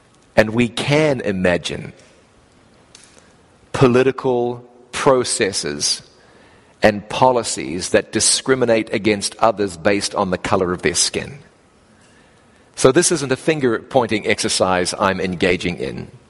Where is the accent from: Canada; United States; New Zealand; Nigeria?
New Zealand; Growing up in New Zealand, our ties with South Africa were very strong owing to rugby.